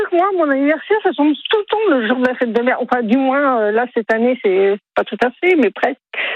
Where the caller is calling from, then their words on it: Nouvelle-Aquitaine, France; Bonjour du Poitou, parce que je suis en Poitou.